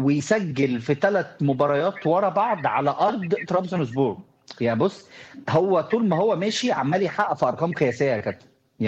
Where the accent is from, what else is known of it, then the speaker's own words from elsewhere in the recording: Egypt; بلدنا مصر